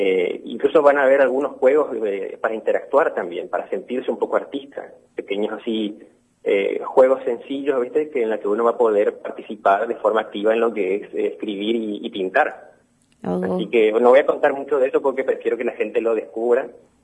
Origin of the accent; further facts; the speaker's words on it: Formosa, Argentina; now in Paraguay; si bien yo vivo en Paraguay actualmente, yo sigo siendo un formoseño